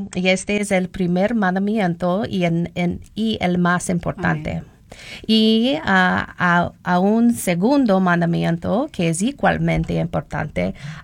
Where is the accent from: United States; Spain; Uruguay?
United States; Tucson, Arizona; born there; Spanish is a second language; now in Phoenix, United States; nací en Tucson, muy cerca de aquí, en Phoenix. Y mis padres fue cristianas, son cristianas ahora.